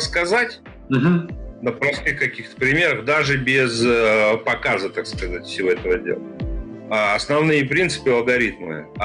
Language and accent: Russian; Russia; Я говорю: я из России.